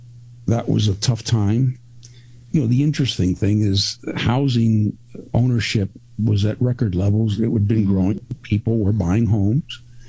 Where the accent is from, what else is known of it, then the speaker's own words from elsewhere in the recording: Mexico; also born or lived in Cuba / United States; I was born in Cuba. We left after the revolution, came to the U.S., became U.S. citizens, and then we moved to Mexico. And that's where I went to school, junior high school, high school.